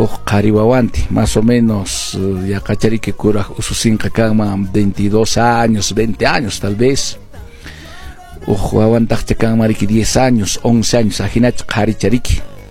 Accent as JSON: {"language": "Spanish", "region": "Cusco", "country": "Peru", "said": "Avenida Santiago, somos cusqueños"}